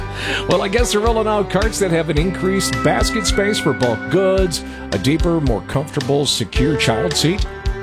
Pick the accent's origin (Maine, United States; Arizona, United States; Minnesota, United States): Minnesota, United States; Minneapolis; Every time I'm at Target, and I grew up in Southwest Minneapolis, that's the headquarters for Target, I always got the cart with the squeaky wheel.